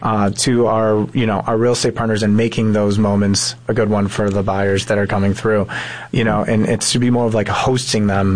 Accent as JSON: {"language": "English", "town": "Chicago", "region": "Illinois", "country": "United States", "tie": "born or raised there", "also_born_or_lived": "Park Ridge, Illinois", "said": "Yes, one of seven children. I grew up in the north side in the Jefferson Park area."}